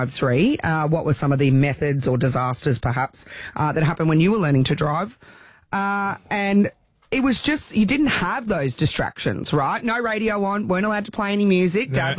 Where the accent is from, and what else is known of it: Mullaney, Australia; born or raised there